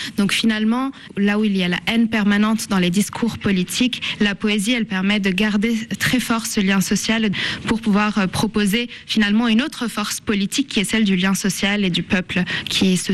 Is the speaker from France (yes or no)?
no; Lebanon; Donc ce n'est pas un monde qui va être antinomique par rapport à là où j'ai grandi. Au contraire, c'est juste une autre lecture. C'est qu'est-ce que peut être le Liban s'il y avait une autre histoire.